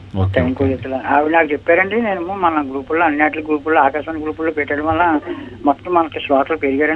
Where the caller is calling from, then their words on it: Durgada, Andhra Pradesh, India; మాది కాకినాడ జిల్లా దుర్గాడ సార్, అన్నవరం దగ్గర.